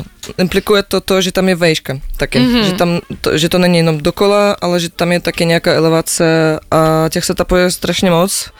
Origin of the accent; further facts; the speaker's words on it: Minsk, Belarus; moved away as an adult; now in Czech Republic; Já jsem byla na střední v Bělorusku, já právě pocházím z Minsku